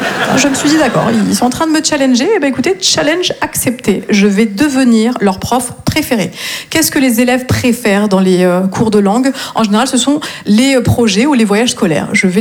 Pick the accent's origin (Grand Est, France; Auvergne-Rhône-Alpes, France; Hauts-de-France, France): Grand Est, France; moved away as an adult; also born or lived in Nancy; now in Marseille, France; je viens du nord-est de la France et je me suis installée à Marseille il y a tout juste 3 ans et demi. Alors je pense que vous l'avez deviné, à Nancy j'étais prof d'anglais